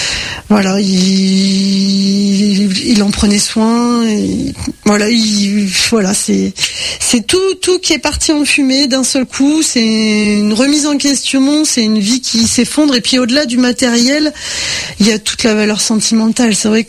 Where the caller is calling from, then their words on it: Occitanie, France; je suis en Haute-Garonne, donc proche de la frontière espagnole